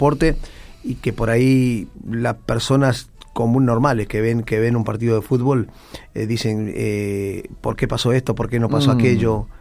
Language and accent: Spanish; Mar del Plata, Buenos Aires Province, Argentina; moved away as an adult; now in Paraguay; Bueno, yo soy originario de Mar del Plata.